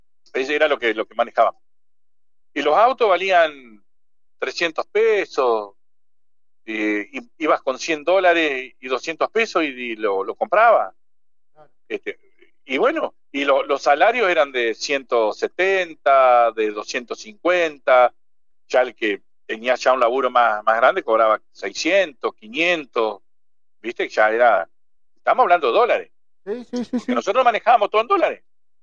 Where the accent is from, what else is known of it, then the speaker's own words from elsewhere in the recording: Argentina; Somos así los argentinos, ¿viste?